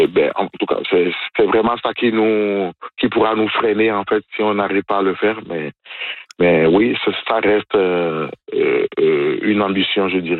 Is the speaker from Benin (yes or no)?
yes; Benin; now in Rouyn-Noranda, Canada; mon pays d'origine, qui est le Bénin.